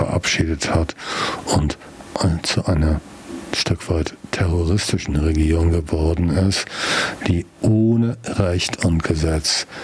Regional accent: Germany

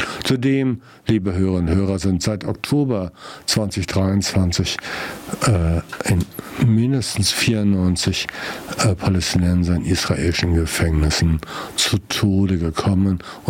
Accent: Germany

